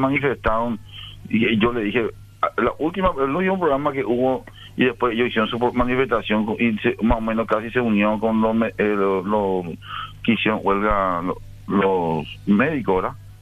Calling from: Ciudad del Este, Alto Paraná, Paraguay

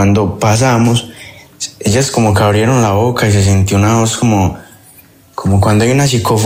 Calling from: Itagüí, Antioquia, Colombia; Yo me comunico desde Medellín, desde Itagüí.

